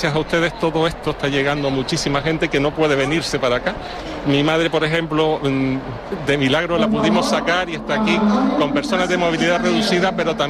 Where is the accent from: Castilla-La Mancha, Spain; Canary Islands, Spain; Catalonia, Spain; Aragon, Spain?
Canary Islands, Spain; una ventaja para nosotros como canarios